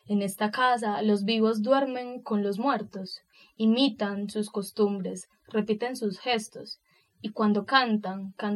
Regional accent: Colombia; siendo colombiano, las joyas literarias que tenemos en nuestro país.

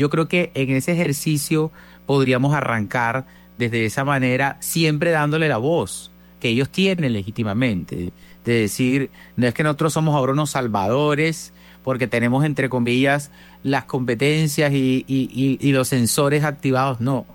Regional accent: Caribbean Region, Colombia; accent: costeño; nosotros los costeños nos criamos frente al mar. Es decir, nacemos frente al mar.

